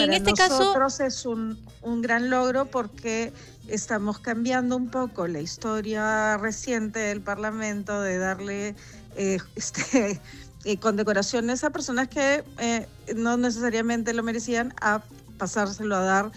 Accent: Peru; Esto para nosotros como peruanos

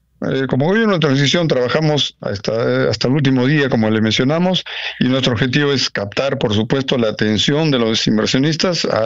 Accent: Peru

